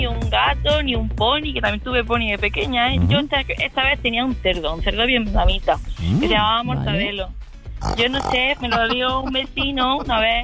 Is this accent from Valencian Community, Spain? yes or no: no; Almería, Andalusia, Spain; que soy de Almería, fuimos ahí en mitad de los invernaderos a buscarlo